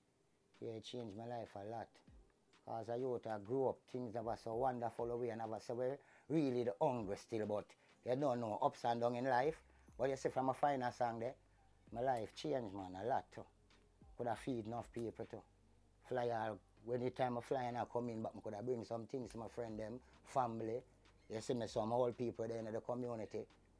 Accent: Kingston, Saint Andrew, Jamaica; We come from August Town

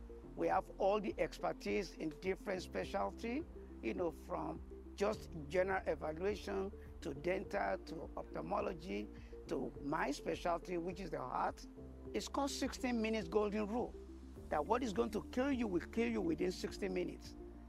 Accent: Nigeria; moved away as an adult; now in United States; I am originally from Nigeria, but educated in the United States, where I've been living for about 50 years.

